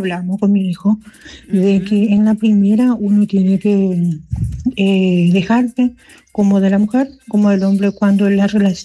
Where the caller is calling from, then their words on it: San Juan, Misiones, Argentina; Yo siempre te escucho desde Misiones, San Juan.